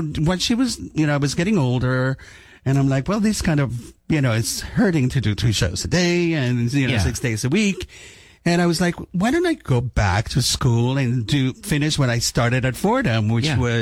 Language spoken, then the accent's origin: English; Cuba; also born or lived in New York; now in United States